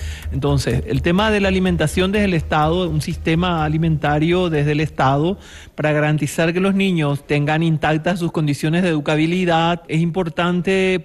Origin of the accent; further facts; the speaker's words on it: Paraguay; en mi país, intentar dar de comer soja a los paraguayos